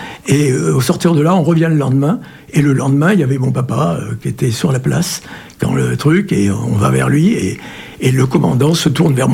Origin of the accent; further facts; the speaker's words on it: Périgueux, Nouvelle-Aquitaine, France; born there; Alors moi je suis né à Périgueux je suis déplacé plusieurs fois à Périgueux, étant à Grignoles, c'est jamais qu'à 5 km de 5 km de Neuvik.